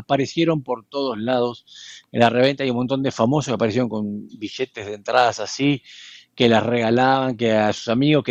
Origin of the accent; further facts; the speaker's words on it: Argentina; yo soy argentino